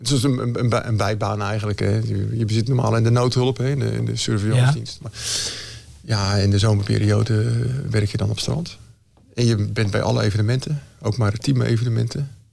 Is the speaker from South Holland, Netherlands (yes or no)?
yes; Katwijk, South Holland, Netherlands; born or raised there